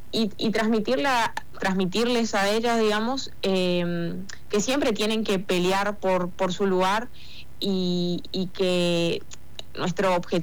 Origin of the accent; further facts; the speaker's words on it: San Ignacio, Misiones, Argentina; soy de San Ignacio, vivo en San Ignacio y viajo para poder entrenar.